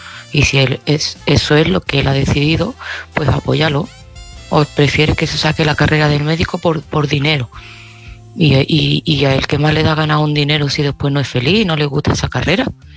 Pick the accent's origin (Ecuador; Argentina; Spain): Spain; Seville, Andalusia